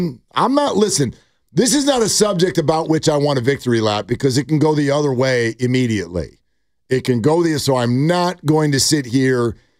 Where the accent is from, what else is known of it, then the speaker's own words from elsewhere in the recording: California, United States; I'm from California, and this is how I talk.